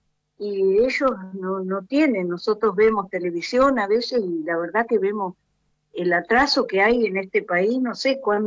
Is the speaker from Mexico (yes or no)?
no; Lobería, Buenos Aires Province, Argentina; now in Playa Chapadmalal, Argentina; cuando yo era chica, yo nací en Lobería y tuvimos siempre cocina leña